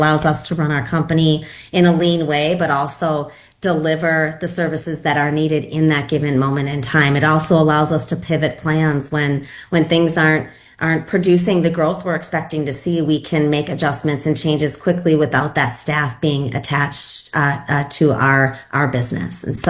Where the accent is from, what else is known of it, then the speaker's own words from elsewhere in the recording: De Pere, Wisconsin, United States; And that's where I grew up. I grew up in De Pere